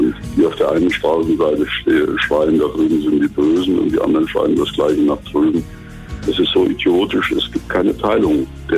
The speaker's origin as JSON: {"language": "German", "region": "Thuringia", "country": "Germany", "tie": "born or raised there", "said": "Ich bin in Thüringen aber halt groß geworden und habe eigentlich von Anfang an nichts anderes machen wollen."}